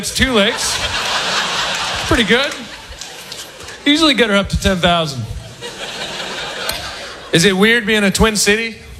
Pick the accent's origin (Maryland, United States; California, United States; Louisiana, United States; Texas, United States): California, United States; I'm from the San Francisco Bay Area, which I don't know if you've been out there, but it's a nice place.